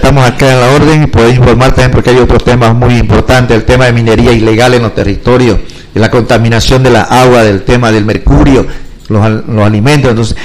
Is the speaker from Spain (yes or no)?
no; Bolivia; los derechos que tenemos los pueblos indígenas, porque también somos seres humanos y somos bolivianos.